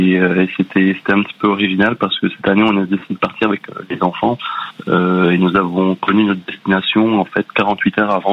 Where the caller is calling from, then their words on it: Normandy, France; De Normandie.